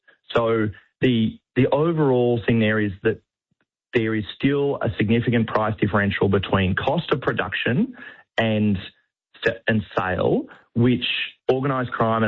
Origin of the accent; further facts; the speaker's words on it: New South Wales, Australia; I'm from New South Wales